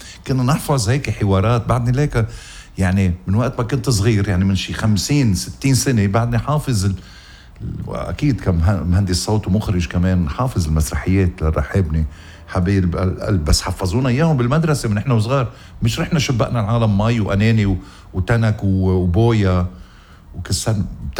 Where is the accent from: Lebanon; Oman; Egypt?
Lebanon; يا آخ يا بلدي لبنان.